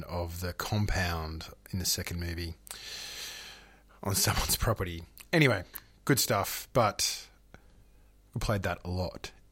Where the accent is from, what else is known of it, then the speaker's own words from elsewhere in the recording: Sydney, New South Wales, Australia; moved away; I know I hail from Sydney originally.